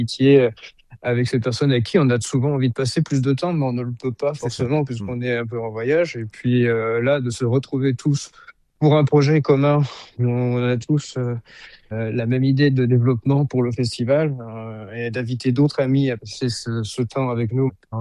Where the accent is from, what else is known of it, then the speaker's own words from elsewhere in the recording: Grand Est, France; le festival du Saulnois, qui est bah, pour moi ma région natale.